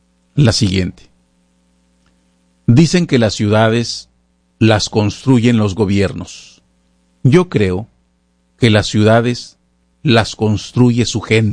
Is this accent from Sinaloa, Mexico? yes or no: no; Tijuana, Baja California, Mexico; born there; Y no es porque lo diga yo, pero quienes nacimos en Tijuana compartimos algo muy especial.